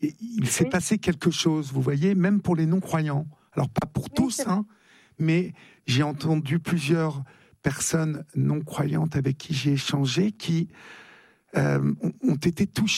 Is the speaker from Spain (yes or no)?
no; Paris, Île-de-France, France; Je suis parisien et donc je vois, enfin, j'habite à Paris